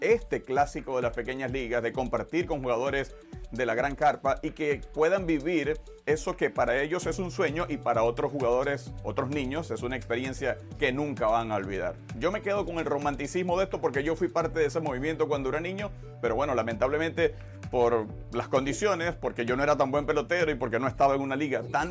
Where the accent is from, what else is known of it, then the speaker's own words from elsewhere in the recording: Maracaibo, Zulia, Venezuela; now in United States; nosotros venimos de la misma ciudad. Quienes somos de Maracaibo